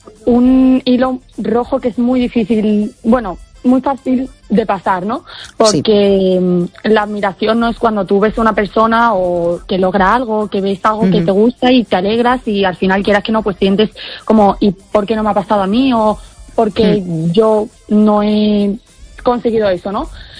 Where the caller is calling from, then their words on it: Valdoviño, Galicia, Spain; Desde Coruña, Valdoviño.